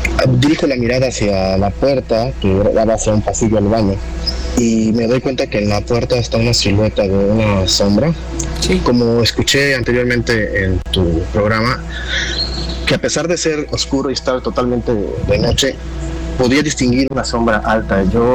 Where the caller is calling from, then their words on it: Veracruz, Mexico; soy de Veracruz.